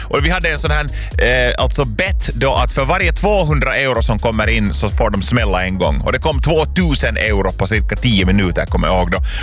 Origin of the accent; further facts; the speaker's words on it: Lapinjärvi, Uusimaa, Finland; Förra veckoslutet var jag hemma i Lappträsk